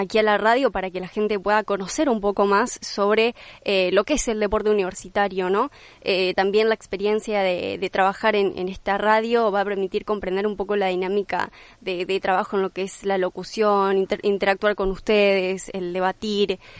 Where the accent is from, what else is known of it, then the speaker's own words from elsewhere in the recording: Cerrito, Entre Ríos, Argentina; Yo soy de Cerrito